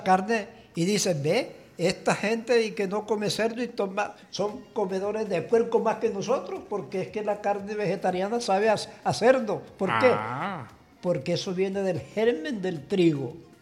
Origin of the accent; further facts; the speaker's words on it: El Carmen de Bolívar, Bolívar, Colombia; moved away as an adult; also born or lived in Sincelejo / Barranquilla / Bogotá; now in Fusagasugá, Colombia; Desde que nací. Estoy viviendo por ahí aquí en mi tierra. Por ahí, cuando llegó esta última violencia que sufrió nuestra Colombia, me trasladé a Sincelejo.